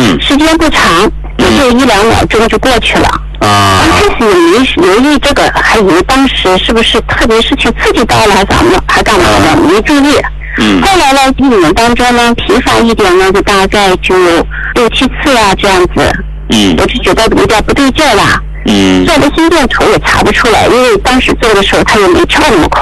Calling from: Yantai, Shandong, China; 我是来自山东烟台的

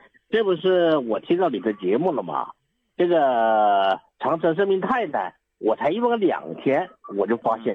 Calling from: Guizhou, China; 我是贵州的朋友嘛。

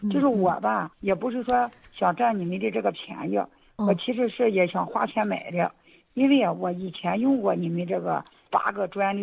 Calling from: Shandong, China; 我是山东的。

